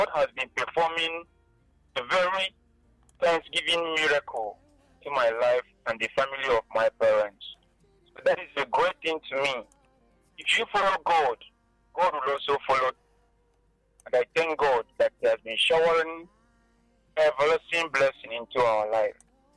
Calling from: Enugu, Enugu State, Nigeria; I'm calling you from Holy Ghost, Enugu here.

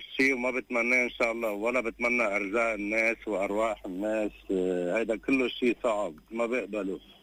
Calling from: Beirut, Beirut Governorate, Lebanon; من بيروت.

